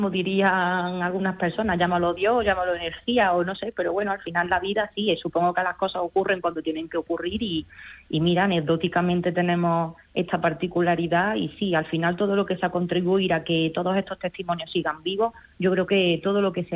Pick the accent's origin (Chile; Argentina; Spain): Spain; Córdoba, Andalusia; now in Madrid, Spain; yo soy cordobesa, aunque actualmente vivo en Madrid, pero bueno, aparte tengo ahí una parte de sangre que me tira porque